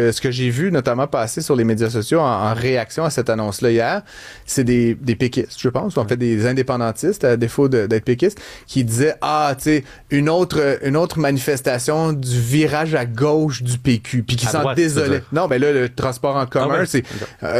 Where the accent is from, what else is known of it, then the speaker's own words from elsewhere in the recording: Quebec, Canada; je suis Québécois francophone, fier de ma patrie.